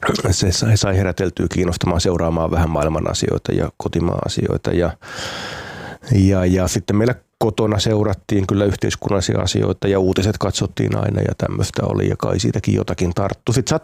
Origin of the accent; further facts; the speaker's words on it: Tuusula, Uusimaa, Finland; No siellä oli aika paljon tuolla seudulla tuolloin ja jossain määrin kyllä tänäkin päivänä niin niillä kulmilla nuorehkoa väestöä, nuoria pareja, paljon lapsiperheitä, että siinä meidänkin kotikadun kulmilla niin oli paljon sitten lapsia ja leikkikavereita.